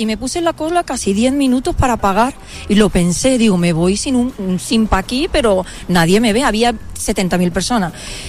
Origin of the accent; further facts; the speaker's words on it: Málaga, Andalusia, Spain; La toalla de la playa, que nosotros somos de Málaga.